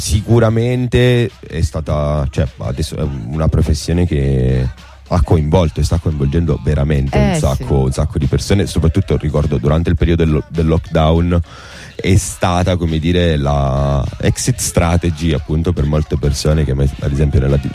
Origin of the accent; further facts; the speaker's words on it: Sicily, Italy; accent: Sicilian; il mio accento siciliano